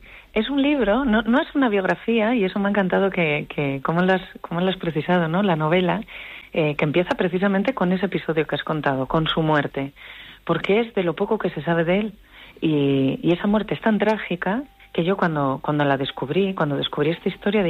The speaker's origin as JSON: {"language": "Spanish", "town": "Santander", "region": "Cantabria", "country": "Spain", "said": "yo soy de Santander"}